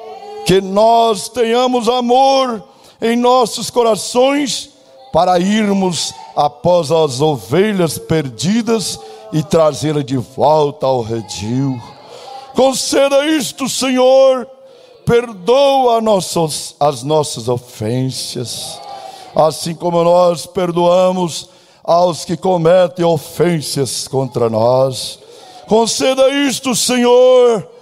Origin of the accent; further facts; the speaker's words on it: Goiás, Brazil; now in Campinas, Brazil; Eu sou de Goiás, Goiânia. Goiânia era um milagre falar em Goiânia. Conheci Goiânia, eu acho que era rapaz, era só lá na roça. Trindade, meu Deus, lá na Trindade